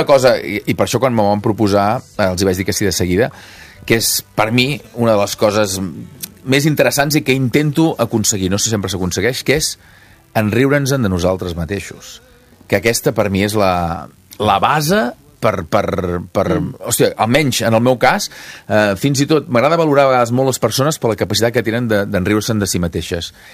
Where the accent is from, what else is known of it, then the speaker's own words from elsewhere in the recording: Sant Feliu de Buixalleu, Catalonia, Spain; Jo vaig ser d'escolanet 10 anys. És a dir, al meu poble, a Sant Feliu de Buixalleu.